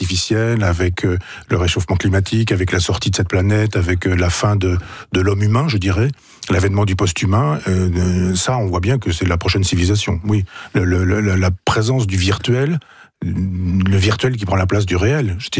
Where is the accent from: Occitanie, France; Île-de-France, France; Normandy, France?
Normandy, France; Chambois; il y a une cellule à Chambois, qui était mon village natal.